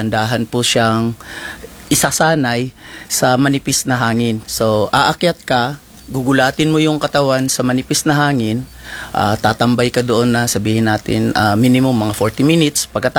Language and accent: Tagalog; Cotabato City, Bangsamoro, Philippines; moved away as an adult; now in Geneva, Switzerland; So, originally po, ako'y pinanganak at lumaki sa Cotabato City. Pero ang aking mga magulang ay isa pong Ilocano from Santa, Ilocos Sur. At yung aking nanay po ay taga-Daan Bantayan, Cebu.